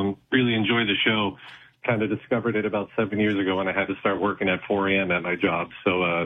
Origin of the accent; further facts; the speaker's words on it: Henniker, New Hampshire, United States; I'm originally from New Hampshire, Henniker, New Hampshire, the story of Ocean Board Mary.